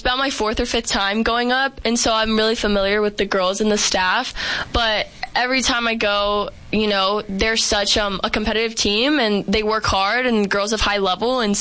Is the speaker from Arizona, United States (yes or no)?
yes; Phoenix, Arizona, United States; But I love Arizona. I grew up here. I'm from Phoenix.